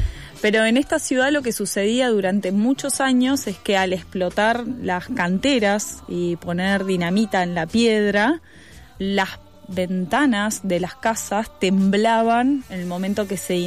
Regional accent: Tandil, Buenos Aires Province, Argentina; yo nací en Tandil y viví mi infancia ahí.

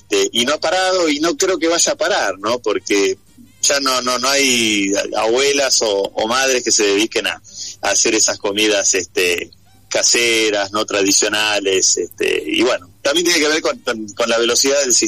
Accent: Buenos Aires, Argentina; Yo soy nacido y criado en Liniers y me iba al local que estaba en Floresta

